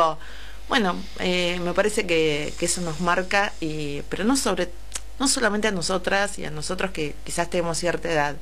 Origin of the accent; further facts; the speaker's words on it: Argentina; Como argentinos y argentinas